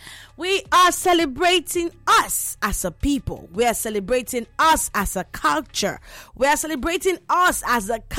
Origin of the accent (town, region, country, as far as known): Nigeria